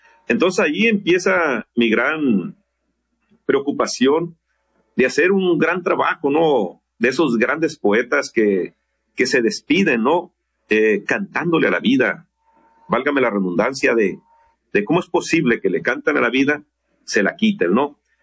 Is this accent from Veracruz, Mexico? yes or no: no; Guasave, Sinaloa, Mexico; yo estaba en Guasave, Sinaloa, en mi ciudad natal, platicando con mi hermano, que también escribe poesía